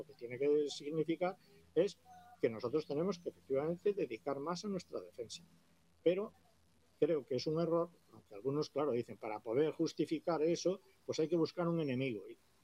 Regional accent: Spain; Pues hombre, antes soy militar, pero soy español y tengo que prever primero los intereses de España

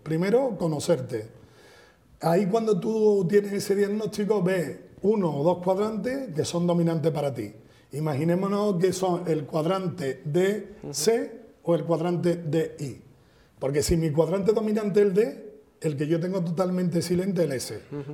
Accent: Spain

